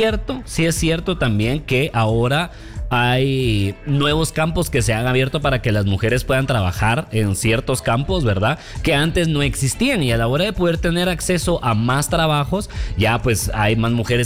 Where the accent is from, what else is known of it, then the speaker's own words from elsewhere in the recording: Guatemala; en un país como el nuestro